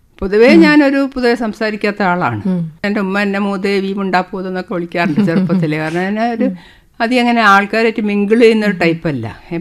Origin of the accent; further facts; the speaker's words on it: Kozhikode, Kerala, India; born there; moved away as an adult; now in Thiruvananthapuram, India; എൻ്റെ വീട് പ്രൊവിഡൻസ് കോളേജിൻ്റെ കുറച്ച് അടുത്താണ്.